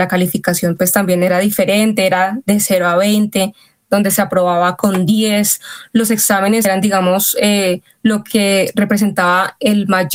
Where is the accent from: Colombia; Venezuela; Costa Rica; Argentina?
Colombia; uno pues se va con sus costumbres arraigadas colombianas